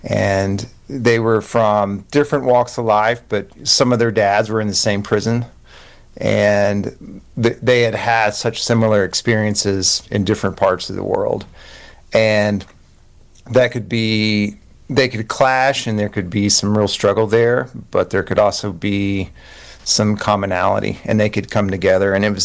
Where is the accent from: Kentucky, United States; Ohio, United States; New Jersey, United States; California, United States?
Kentucky, United States; I grew up in Eastern Kentucky, and my dad was a counselor in a group home.